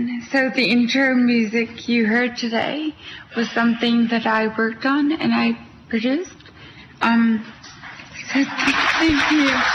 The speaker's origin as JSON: {"language": "English", "region": "Quebec", "country": "Canada", "moved": "yes", "said": "I'm from Canada. That's where my accent's from. I'm from Quebec."}